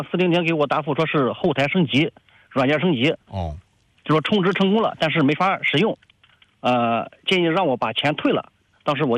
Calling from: Jinan, Shandong, China; 我是济南当地的。

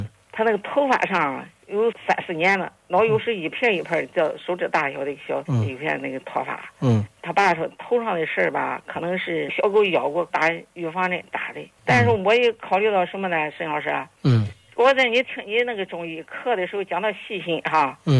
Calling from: Lianyungang, Jiangsu, China; 我连云港的。

